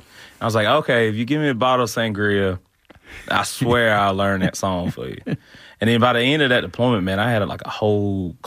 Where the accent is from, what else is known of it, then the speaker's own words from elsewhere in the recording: Alabama, United States; A town called Ellic City in Alabama.